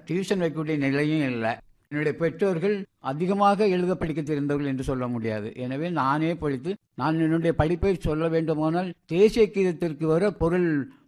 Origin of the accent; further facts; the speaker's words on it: Madhusudhanapuram, Tamil Nadu, India; முதலில் நான் குளத்துளை ஊரில் 1வது வகுப்பு முதல் 5வது வகுப்பு வரை பயின்றேன். என்னுடைய சொந்த ஊர் பறக்கைக்கு அருகில் உள்ள மதுசூதனபுரம்.